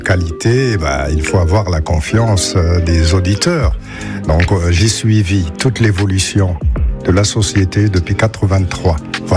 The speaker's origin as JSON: {"language": "French", "country": "Morocco", "moved": "as an adult", "lives_now": "Lille, France", "said": "je viens du sud. En fait, du sud de la Méditerranée, je viens du Maroc."}